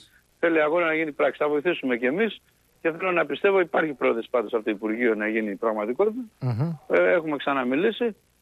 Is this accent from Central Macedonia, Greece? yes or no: no; Thessaly, Greece; Εγώ είμαι από το Πήλιο, ας πούμε, και έρχομαι στην Αθήνα.